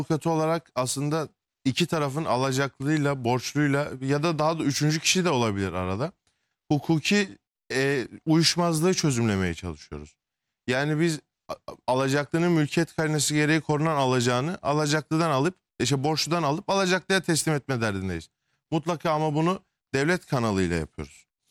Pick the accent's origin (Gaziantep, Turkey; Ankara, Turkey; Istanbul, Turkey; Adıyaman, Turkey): Adıyaman, Turkey; Adıyamanlıyım.